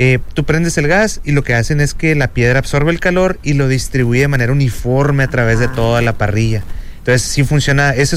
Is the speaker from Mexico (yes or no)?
yes; Mexicali, Baja California, Mexico; Yo soy de aquí de Mexicali.